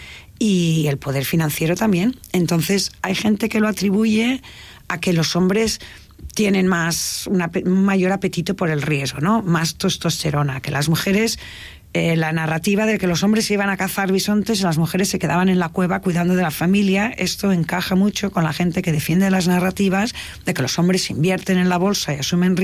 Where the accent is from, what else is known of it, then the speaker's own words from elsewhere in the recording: Tarragona, Catalonia, Spain; De hecho, yo que soy de un pueblo, soy de Tarragona y de Morella, por parte de padre, un pueblecito maravilloso en Castellón